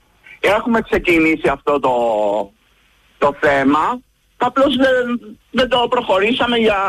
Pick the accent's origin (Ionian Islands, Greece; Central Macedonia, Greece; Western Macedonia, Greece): Ionian Islands, Greece; Corfu; born there